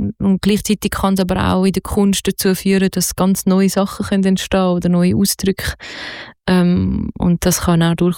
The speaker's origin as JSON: {"language": "German", "region": "Zurich", "country": "Switzerland", "said": "Also natürlich, ich meine, ich bin aus Zürich, aber ich glaube grundsätzlich, also ich höre ja auch Mundart von mit anderem Dialekt und fühle mich angesprochen."}